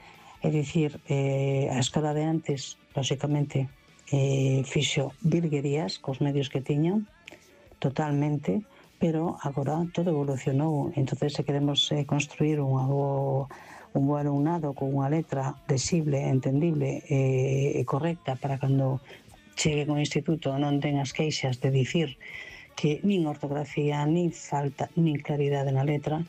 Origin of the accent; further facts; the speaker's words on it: Vigo, Galicia, Spain; Hola, boa noite a todos.